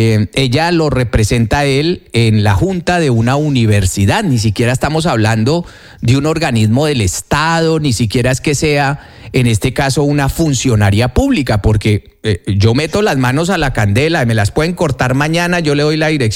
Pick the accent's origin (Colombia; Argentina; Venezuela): Colombia; moved away; a mí como ciudadano colombiano